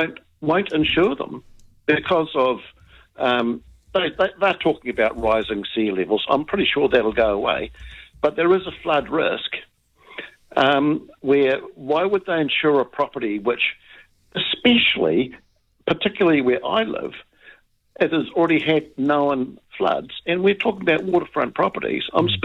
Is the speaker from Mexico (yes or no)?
no; Christchurch, Canterbury, New Zealand; and I'm originally from Christchurch